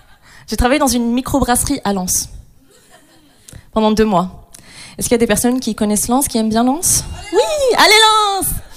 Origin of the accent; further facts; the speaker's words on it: Morocco; moved away as an adult; now in France; comme j'ai mentionné précédemment, je suis marocaine. Je suis une personne marocaine, non-binaire, lesbienne, précaire.